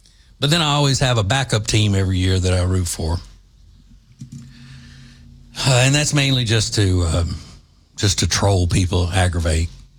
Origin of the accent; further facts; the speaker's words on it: Louisiana, United States; And, you know, even though I grew up in Central Louisiana, the closest Major League Baseball team to me was the Houston Astros.